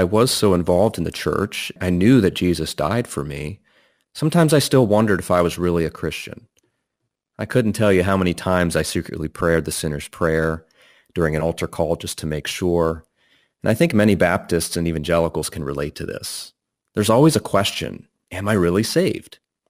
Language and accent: English; Northeast, United States; I grew up in the Northeast.